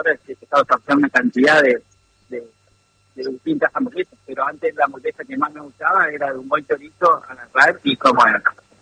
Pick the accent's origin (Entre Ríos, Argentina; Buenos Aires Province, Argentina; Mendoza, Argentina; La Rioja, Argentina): Entre Ríos, Argentina; Viale; born there; now in Paraná, Argentina; yo tenía acá a 50 kilómetros, donde nací en Viale, tengo un pequeño lugar donde procesamos la carne.